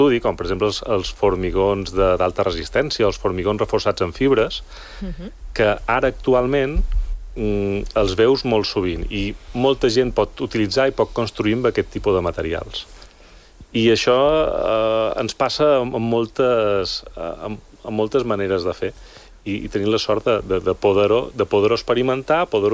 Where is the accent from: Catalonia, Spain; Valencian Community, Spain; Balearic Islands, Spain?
Balearic Islands, Spain; Bé, jo som de Mallorca